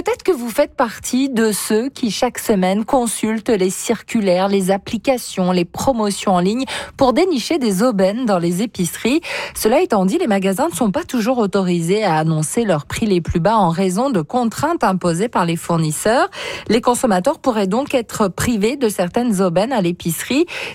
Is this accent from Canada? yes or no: yes; Canada; Eh bien, chez nous, au Canada